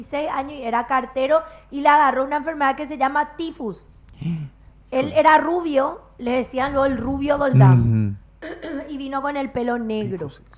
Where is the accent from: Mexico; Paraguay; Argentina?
Paraguay; Y somos todos paraguayos.